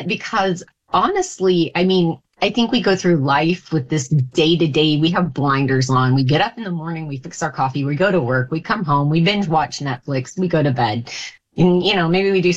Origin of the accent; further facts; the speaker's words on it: Arkansas, United States; I personally, I grew up in Arkansas